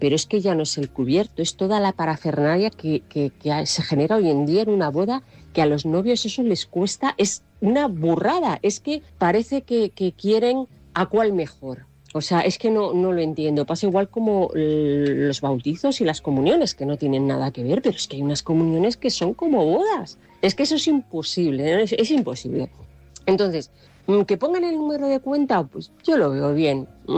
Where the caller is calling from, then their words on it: Toledo, Castilla-La Mancha, Spain; de Toledo.